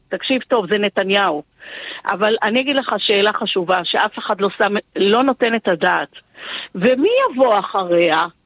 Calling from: Petah Tikva, Central District, Israel; אני מפתח תקווה.

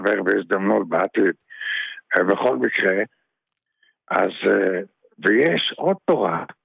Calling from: Tiberias, Northern District, Israel; אני מאזור טבריה.

